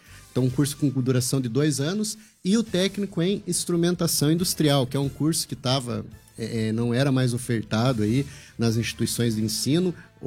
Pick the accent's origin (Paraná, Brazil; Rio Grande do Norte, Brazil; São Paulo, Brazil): Paraná, Brazil; Telêmaco Borba; Eu que sou de Telêmaco Borba